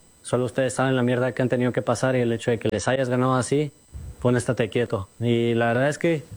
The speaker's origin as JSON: {"language": "Spanish", "country": "Mexico", "said": "somos mexicanos y no por eso vamos a ser menos ni nada, que somos muy orgullosos de donde somos"}